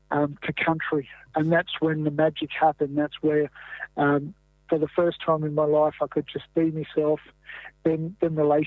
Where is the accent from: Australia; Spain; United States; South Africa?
Australia; Brewarrina, New South Wales; I'm from Brewarrina